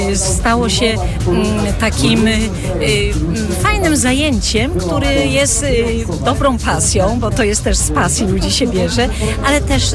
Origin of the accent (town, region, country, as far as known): Jasło, Subcarpathian Voivodeship, Poland